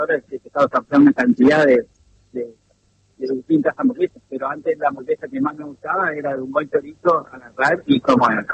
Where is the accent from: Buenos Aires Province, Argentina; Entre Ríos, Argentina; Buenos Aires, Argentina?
Entre Ríos, Argentina; Viale; born there; Claro, yo acá a 50 kilómetros tengo, donde nací en Viales, tengo un pequeño lugar donde procesamos la carne.